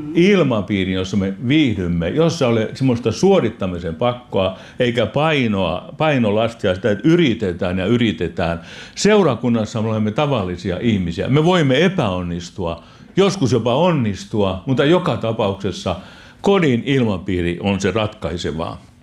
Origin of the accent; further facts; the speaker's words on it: Perniö, Southwest Finland, Finland; Meillä Perniössä äiti oli kaupassa töissä ja isä valtion rautateissä ja asuimme valtion omistamassa talossakin.